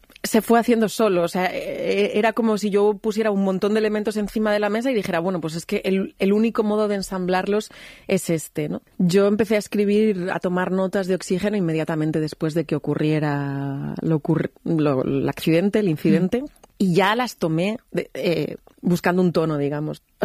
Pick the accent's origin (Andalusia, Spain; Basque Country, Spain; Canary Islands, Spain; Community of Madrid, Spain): Community of Madrid, Spain; Madrid